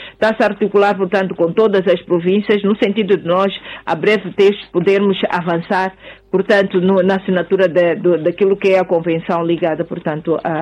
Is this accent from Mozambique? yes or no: yes; Mozambique